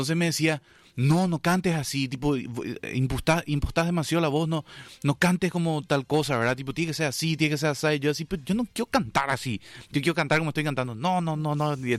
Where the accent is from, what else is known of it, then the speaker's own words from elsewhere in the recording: Encarnación, Itapúa, Paraguay; born there; yo nací en Encarnación, ¿verdad? Es hace ya 36 años.